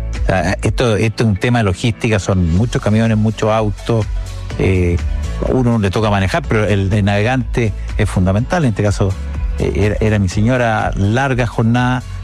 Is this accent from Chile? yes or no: yes; Coquimbo, Chile; born or raised there